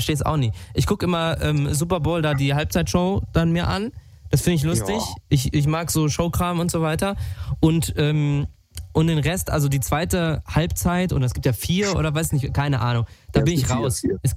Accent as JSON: {"language": "German", "town": "Frankfurt", "region": "Hesse", "country": "Germany", "said": "Leute, ich komme aus Frankfurt, ganz ehrlich."}